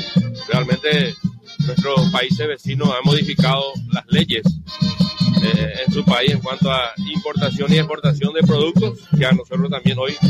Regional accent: Paraguay; para que podamos trabajar todos juntos como paraguayos

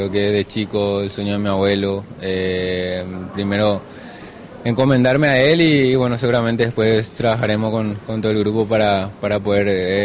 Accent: Paraguay; moved away as an adult; now in Strasbourg, France; estar de vuelta en mi país

